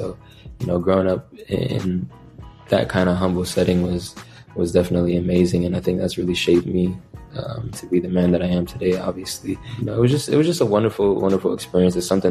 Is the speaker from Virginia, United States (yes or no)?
no; New York, United States; born or raised there; moved away as an adult; now in France